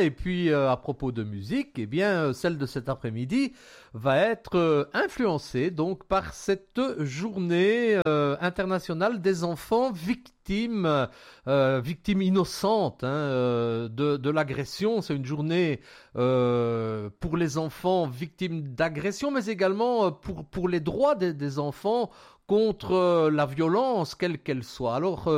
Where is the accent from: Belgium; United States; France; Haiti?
Belgium; chez nous en Belgique